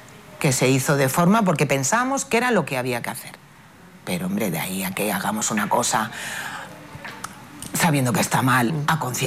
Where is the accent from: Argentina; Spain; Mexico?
Spain; unas ciudades como Ceuta y Melilla, que somos frontera sur de Europa